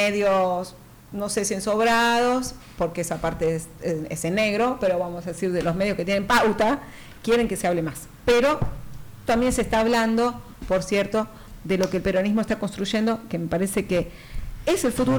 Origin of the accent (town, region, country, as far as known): Argentina